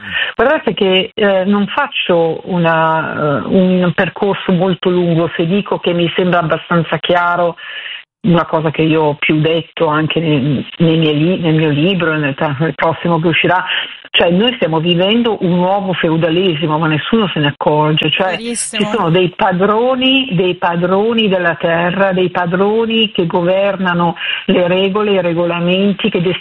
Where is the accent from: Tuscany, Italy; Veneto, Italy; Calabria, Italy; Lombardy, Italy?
Lombardy, Italy; il mio paese natio c'è Busco sul Naviglio. Comunque diciamo che ci sono persone a me molto vicine che vivono a Roncello, mettiamola così.